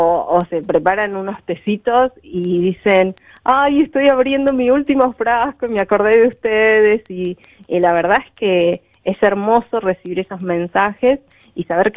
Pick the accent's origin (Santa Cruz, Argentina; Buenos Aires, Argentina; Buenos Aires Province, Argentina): Santa Cruz, Argentina; Los Antiguos; born there; also born or lived in Río Gallegos; Yo volví a mi pueblo